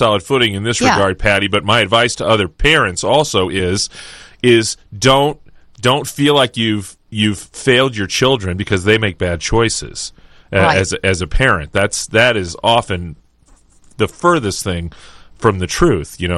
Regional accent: Joplin, Missouri, United States; moved away; my hometown of Joplin, Missouri.

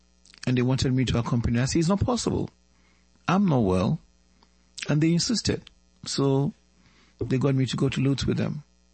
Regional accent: Tema, Greater Accra, Ghana; when I was growing up in Tema

